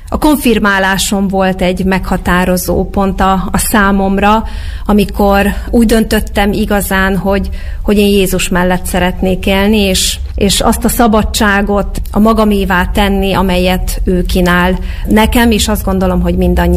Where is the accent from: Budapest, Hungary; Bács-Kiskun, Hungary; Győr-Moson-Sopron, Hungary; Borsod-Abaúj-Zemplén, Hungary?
Borsod-Abaúj-Zemplén, Hungary; Sátoraljaújhely; Újhelyi születésű és származású vagyok.